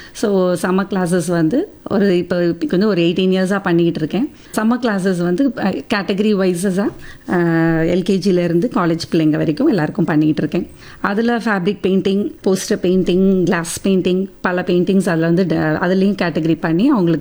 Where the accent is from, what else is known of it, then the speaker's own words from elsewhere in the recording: Thoothukudi, Tamil Nadu, India; now in Ayanbommaiyapuram, India; நான் படிச்சது வளர்ந்தது எல்லாமே இங்க தூத்துக்குடியில தான். என்னுடைய திருமணத்துக்கு அப்புறம் விளாத்திக்குளம் பக்கத்தில் இருக்கிற அயன்பொம்மையாபுரம்ங்கிற ஒரு சின்ன கிராமத்தில் இருக்கேன்.